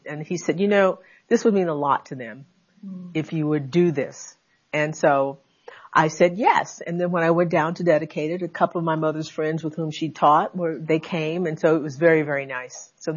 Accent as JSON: {"language": "English", "town": "Conroe", "region": "Texas", "country": "United States", "tie": "born or raised there", "said": "Yeah, at Gordon Reed Elementary School in my hometown. Yes. In Conroe, Texas."}